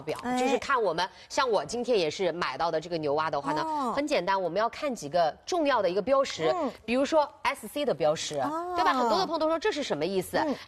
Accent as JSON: {"language": "Chinese", "region": "Jiangxi", "country": "China", "said": "因为我是江西人啊，我们江西那个地方的话呢，就是稻田多，"}